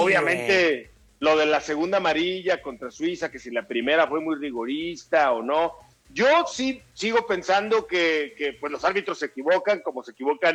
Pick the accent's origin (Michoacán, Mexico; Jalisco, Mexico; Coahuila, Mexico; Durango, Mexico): Coahuila, Mexico; Torreón; mi afición por mi equipo de mi ciudad natal. Yo soy de Torreón, le voy al Santos Laguna